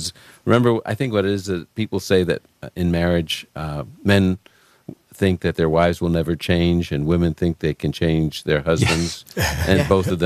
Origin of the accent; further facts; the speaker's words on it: New York City, New York, United States; I'm from New York City, and I was a terrible driver when we got married because we didn't drive in New York City.